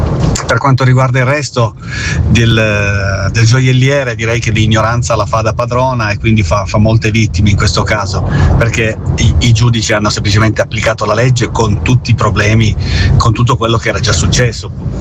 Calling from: Turin, Piedmont, Italy; da Torino.

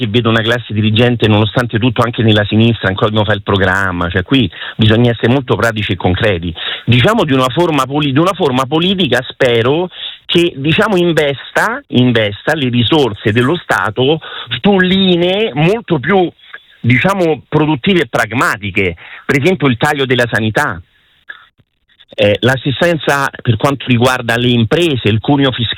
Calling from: Rome, Lazio, Italy; Buonasera

